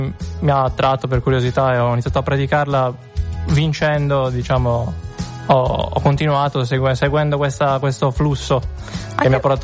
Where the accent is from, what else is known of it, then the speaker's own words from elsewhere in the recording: Sassari, Sardinia, Italy; perché era l'unico ragazzo poi di Sassari, che io sono di Sassari, che marciava dentro lo stadio